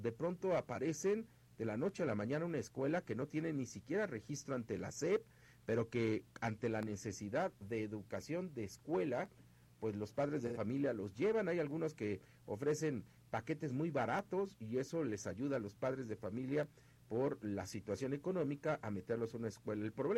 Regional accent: Mexico City, Mexico; En nuestra Ciudad de México

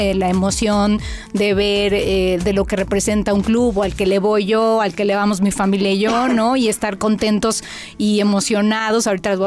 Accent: Mexico; como decimos en México

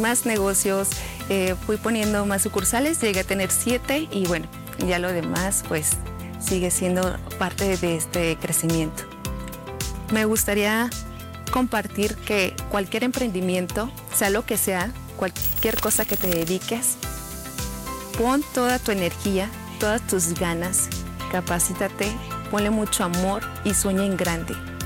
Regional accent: Aguascalientes, Mexico; soy del estado de Aguascalientes y mi negocio es de barbería Looking Good Barber Studio.

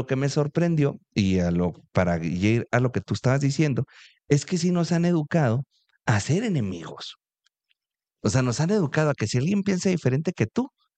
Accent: Chihuahua, Mexico; primero somos humanos Segunda, somos chihuahuenses.

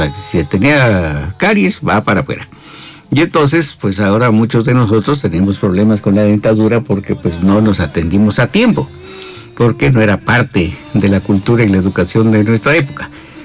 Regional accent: San Cristóbal de las Casas, Chiapas, Mexico; en aquellos lejanos años en los que crecimos en el San Cristóbal, que pues ya ha cambiado tanto en estos últimos años que estamos viviendo.

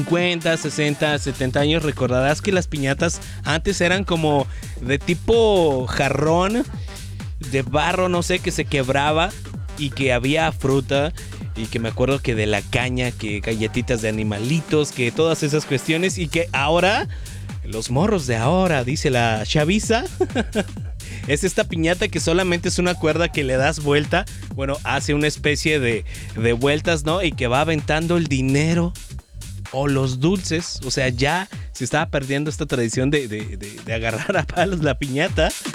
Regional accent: Mexico

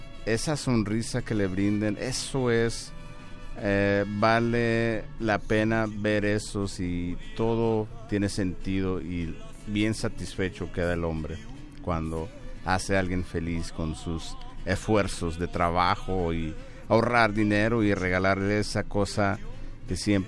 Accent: Coahuila, Mexico; yo daba las mañanitas con mis amigos cuando era pequeño allá en Ejido Morelos

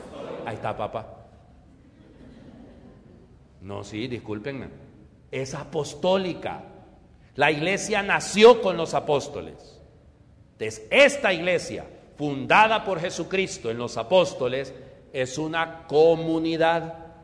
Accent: Honduras; Pues yo soy hondureño.

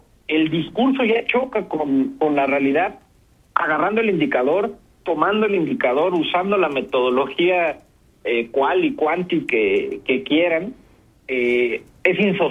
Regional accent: Mexico

